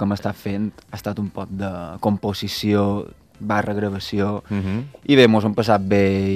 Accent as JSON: {"language": "Catalan", "town": "Palma", "region": "Balearic Islands", "country": "Spain", "said": "Jo som de Sondamento."}